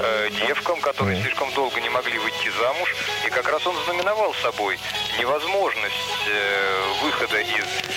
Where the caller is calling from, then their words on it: Volgograd, Volgograd Oblast, Russia; Я вот из Волгограда вам звоню.